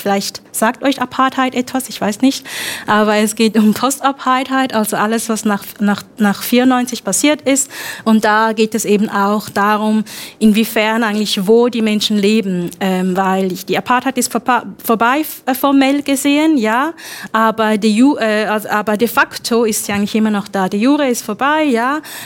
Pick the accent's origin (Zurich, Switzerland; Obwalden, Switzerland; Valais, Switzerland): Zurich, Switzerland; now in Bayreuth, Germany; Also ich bin aus Zürich, im Zürcher Unterland aufgewachsen.